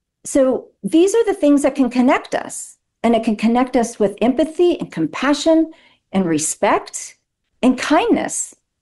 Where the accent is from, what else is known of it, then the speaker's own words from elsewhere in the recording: Las Vegas, Nevada, United States; Yeah, I'm from Vegas.